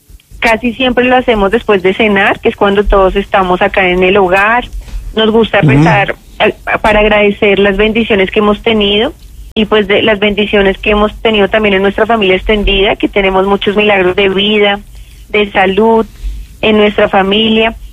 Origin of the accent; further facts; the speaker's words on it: Bogotá, Colombia; born there; yo soy una joven colombo-peruana. Mi mamá es peruana, mi papá colombiano. Nací en Bogotá. Soy una persona que nació en un hogar de mucha fe, de mucha fe en Dios, en la Virgen, un hogar católico cristiano